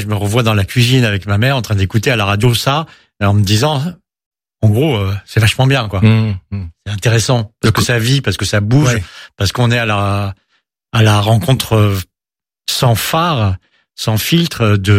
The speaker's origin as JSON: {"language": "French", "town": "Versailles", "region": "Île-de-France", "country": "France", "tie": "born or raised there", "also_born_or_lived": "Paris"}